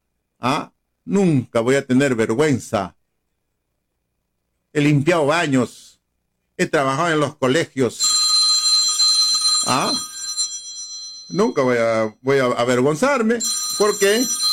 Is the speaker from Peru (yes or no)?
yes; Chumpi, Ayacucho, Peru; moved away; Yo cuando he venido de mi pueblo de Chumpi